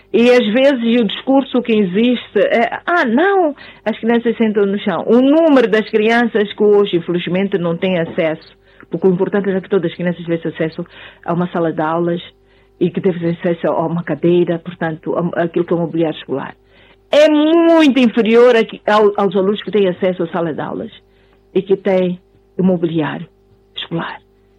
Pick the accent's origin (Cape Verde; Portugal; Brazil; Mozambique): Mozambique